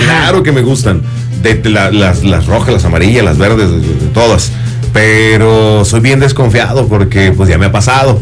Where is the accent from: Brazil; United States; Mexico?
Mexico; Soy mexicano y no me gusta que la selección mexicana no llegue al